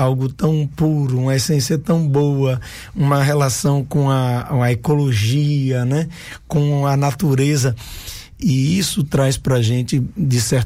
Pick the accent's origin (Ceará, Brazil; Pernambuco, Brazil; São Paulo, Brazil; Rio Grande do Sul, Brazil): Pernambuco, Brazil; Barreiros; Eu fui criado em Barreiros, ali às margens do Rio Jacuípe, minha mãe lavando roupa e a gente brincando ali no rio, às vezes pescando, tomando banho, mas brincando ali no mato.